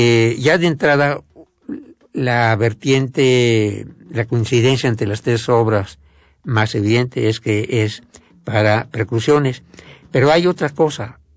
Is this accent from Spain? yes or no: no; Mexico; siendo mexicanos, viviendo en México